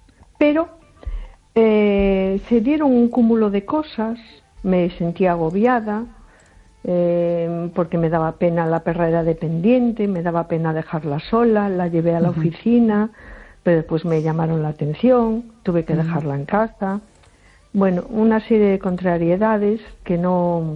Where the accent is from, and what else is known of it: A Coruña, Galicia, Spain